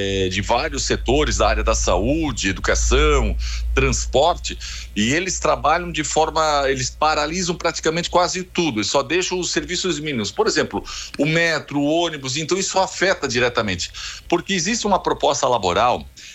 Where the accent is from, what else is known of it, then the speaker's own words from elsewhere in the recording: Brazil; now in Portugal; meu coração é brasileiro, a minha terra, a minha casa é o Brasil, sem dúvida alguma. A nossa família, né? Todos nós sabemos que hoje mesmo estamos morando em Portugal.